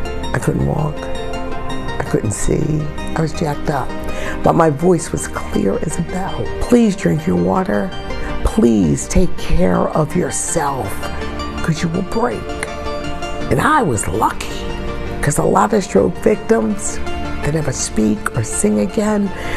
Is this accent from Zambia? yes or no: no; Philadelphia, Pennsylvania, United States; accent: South Philly; I'm a 44-year radio vet. I grew up in South Philadelphia. I lived there practically all of my life.